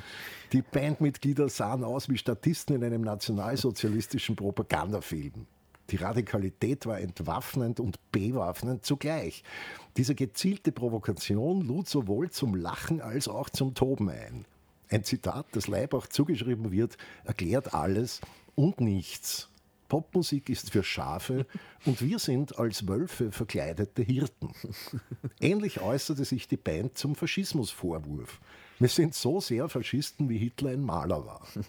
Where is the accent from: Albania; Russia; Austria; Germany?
Austria; Limonaden, die es bei uns zu Hause in Österreich nicht gab.